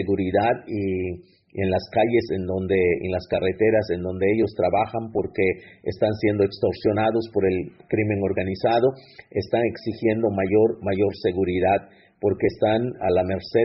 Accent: Yucatán Peninsula, Mexico; Estamos en la península maya de Yucatán, México. Soy maya

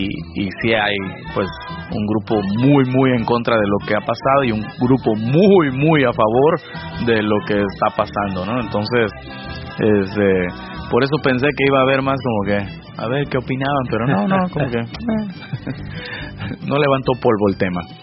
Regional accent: Mexico; born or raised there; moved away

